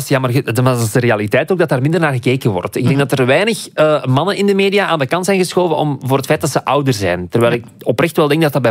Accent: Aalst, Flanders, Belgium; accent: Aalst; En ik heb dezelfde tongval als Aaron. We zijn alle twee van het Aalsterse, van die kant.

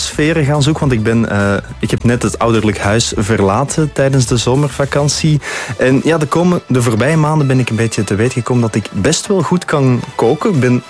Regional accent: Schelle, Flanders, Belgium; now in Kontich, Belgium; Ik ben afkomstig uit Schelle.

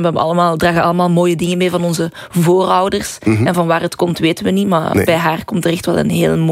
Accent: Bertem, Flemish Brabant, Belgium; Maar ja, ik ben een boerengriet van Bertem en ik heb ook wel wat soul, hè.

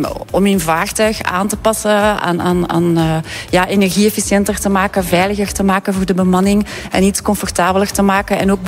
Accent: Ghent, Flanders, Belgium; Oh, wel, ik kom van Gent.

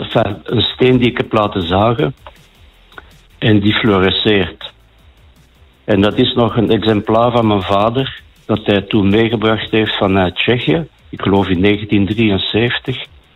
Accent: DR Congo; now in Belgium; Ik ben opgegroeid in Congo.

